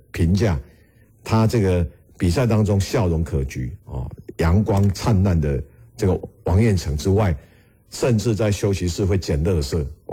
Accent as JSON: {"language": "Chinese", "country": "Taiwan", "said": "我们台湾人非常非常羡慕嘛"}